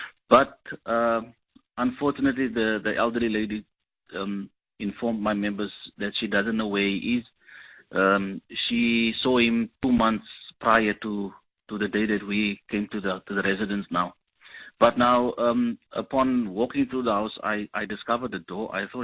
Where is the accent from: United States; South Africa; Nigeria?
South Africa; we, as the South African citizens, we pay taxes every month.